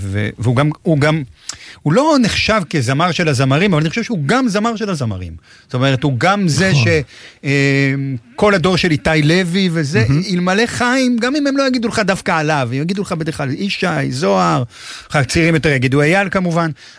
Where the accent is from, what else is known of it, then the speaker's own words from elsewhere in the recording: Tel Aviv District, Israel; אני גדלתי במרכז, אז האזורים של פארק הירקון, ומנגלים